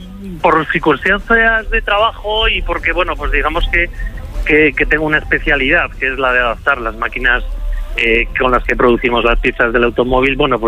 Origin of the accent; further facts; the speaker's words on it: Alfajarín, Aragon, Spain; moved away as an adult; now in Poland; Buenos días desde la ciudad polaca de Staban. … de Alfajarín.